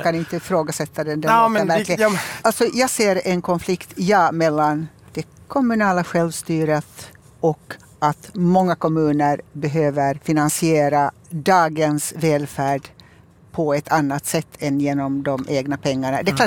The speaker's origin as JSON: {"language": "Swedish", "country": "Finland", "accent": "Finland Swedish", "moved": "yes", "lives_now": "Malmö, Sweden"}